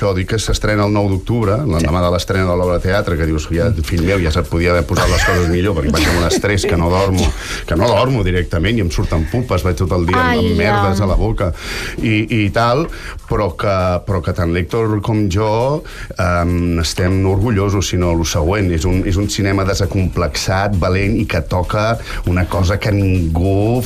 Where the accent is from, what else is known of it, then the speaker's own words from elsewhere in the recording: Catalonia, Spain; Nosaltres som catalans